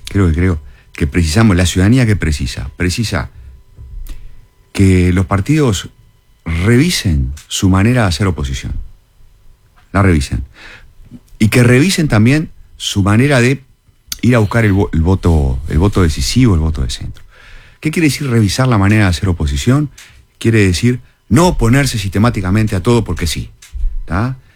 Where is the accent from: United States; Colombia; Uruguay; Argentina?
Uruguay; yo me crié en el Uruguay post dictadura políticamente